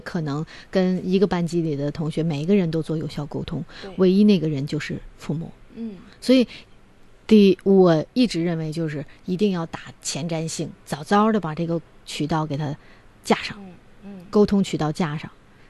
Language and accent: Chinese; China